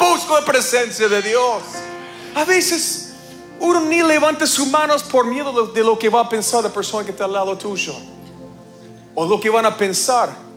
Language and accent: Spanish; Argentina; Digo ganamos porque también soy argentino